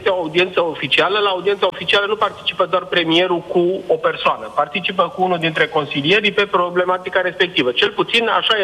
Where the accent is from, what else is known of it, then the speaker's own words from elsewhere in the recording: Oradea, Bihor County, Romania; eu fiind orădean